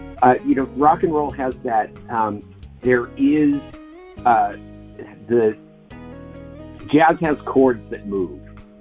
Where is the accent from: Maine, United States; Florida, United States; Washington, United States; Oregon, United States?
Washington, United States; Seattle; I'm originally from Seattle